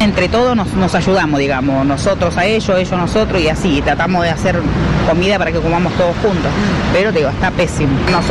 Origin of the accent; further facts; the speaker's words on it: José C. Paz, Buenos Aires Province, Argentina; Soy de José C. Paz y ama de casa.